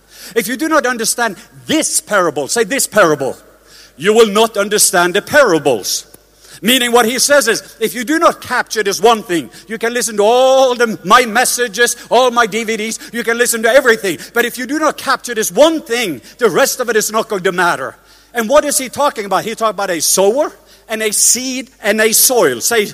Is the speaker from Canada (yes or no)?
no; Norway; moved away; he's actually going to go to Norway on Wednesday to my home country.